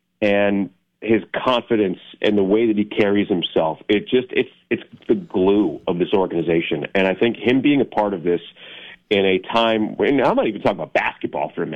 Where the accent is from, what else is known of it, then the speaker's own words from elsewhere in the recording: New York, United States; moved away as an adult; now in Oregon, United States; I grew up in New York, and he just starts laughing. And I'm like, so I was 13 years old in 1995